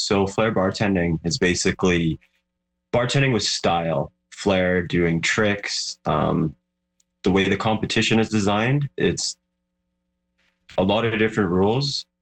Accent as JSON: {"language": "English", "town": "Calgary", "region": "Alberta", "country": "Canada", "tie": "born or raised there", "said": "They are here in Calgary to do their shows, like the best in the world at the competitive level. So it's just a dream to compete with these guys, meet these guys, but also that they came to my hometown"}